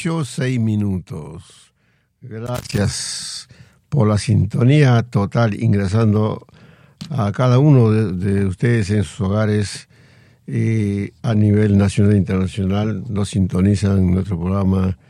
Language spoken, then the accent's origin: Spanish; Ancash, Peru; moved away; mi querido pueblo de Umbe, mi patria chica